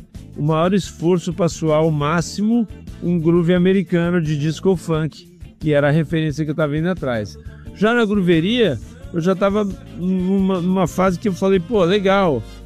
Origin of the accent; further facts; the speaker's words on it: Brazil; Já que eu não sou americano, cresci no Brasil, por mais que tenha ouvido muita música americana também, ouvi muita música brasileira também.